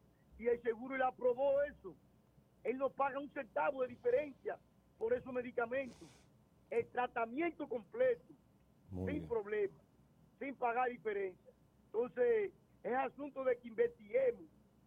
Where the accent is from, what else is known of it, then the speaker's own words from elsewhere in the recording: Dominican Republic; Muchas veces, nosotros como dominicanos, las leyes nos confieren muchos derechos